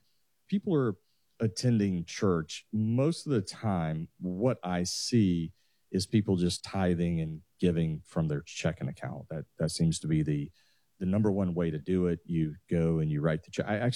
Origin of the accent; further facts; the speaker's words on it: Atlanta, Georgia, United States; I'm actually from the Atlanta area.